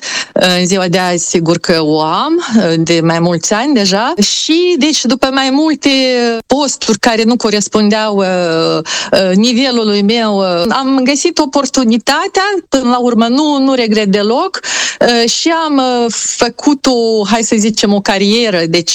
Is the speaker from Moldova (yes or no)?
yes; Moldova; now in France; ca moldovean